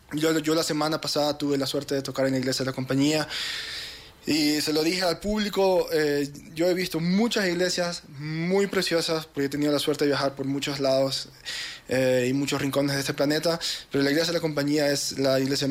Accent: Guayaquil, Guayas, Ecuador; moved away as an adult; also born or lived in Quito; now in Germany; si bien soy de Guayaquil, yo ya llevo viviendo 12 años en Alemania

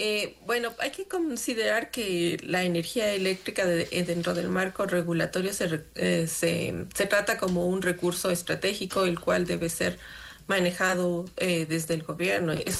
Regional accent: Ecuador; nosotros como ecuatorianos

